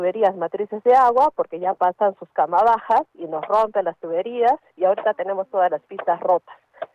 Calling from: Arequipa, Peru; como arequipeños

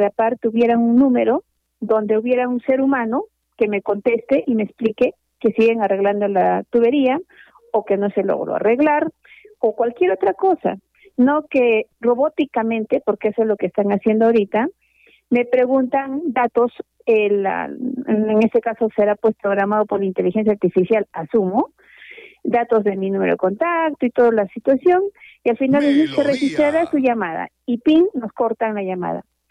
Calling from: Arequipa, Peru; Somos del distrito de Yanaguara, cooperativa de abogados exactamente, frente al colegio Lord Byron, para referencia.

